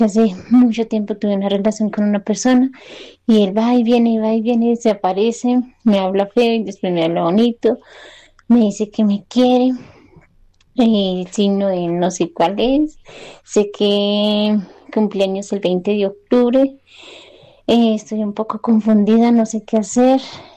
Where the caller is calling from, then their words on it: Bogotá, Colombia; soy de Bogotá, soy del signo Piscis